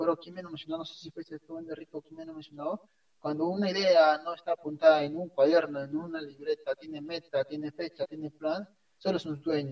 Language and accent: Spanish; Peru; por lo menos aquí en mi país, es que yo siento que la gente en el Perú